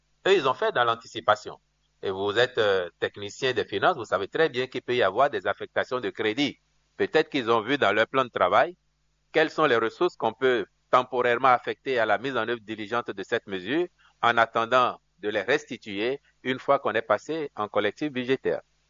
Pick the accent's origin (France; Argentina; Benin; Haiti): Benin; comme je suis un Béninois responsable